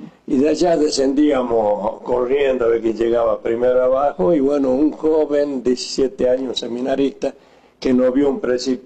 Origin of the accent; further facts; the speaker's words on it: Tala, Salta, Argentina; now in Salta, Argentina; viajando lejos, yéndome de mi pueblo